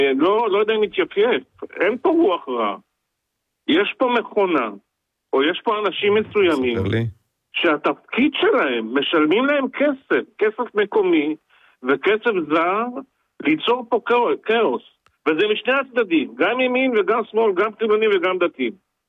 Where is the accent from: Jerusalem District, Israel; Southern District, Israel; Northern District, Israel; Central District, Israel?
Northern District, Israel; Afula; אני גדלתי בעיר קטנה, באפולה, עיירת פועלים, של אשכנזים ותימנים ורומנים וכולם יחד